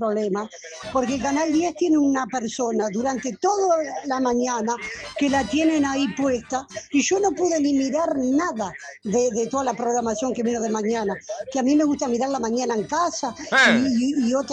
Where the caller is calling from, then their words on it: Cardal, Florida, Uruguay; de Cardal.